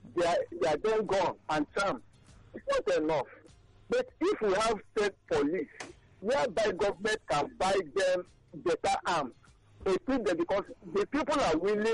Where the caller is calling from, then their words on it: Owerri, Imo, Nigeria; In my place, in Owerri